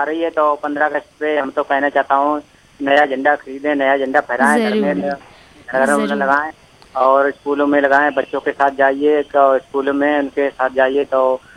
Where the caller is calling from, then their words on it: Farrukhabad, Uttar Pradesh, India; नमस्कार मैडम जी … डिस्ट्रिक्ट फरुखाबाद उत्तर प्रदेश कानपुर के पास में पड़ता है, मेरा जिला फरुखाबाद जिला पड़ता है, वहाँ से बात कर रहा हूँ मैडम जी।